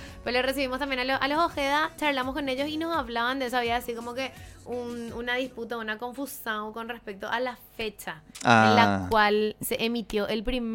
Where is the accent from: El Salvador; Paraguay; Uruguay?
Paraguay; de nuestra música folclórica, de nuestra identidad musical como paraguayos